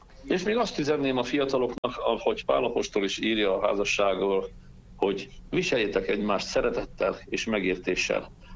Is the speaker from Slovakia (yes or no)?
yes; Slovakia; Hát mondom, persze, hát erről szól a magyarságunk, az identitástudatunk, hogy magyarok vagyunk, hát magyarul beszélünk otthon.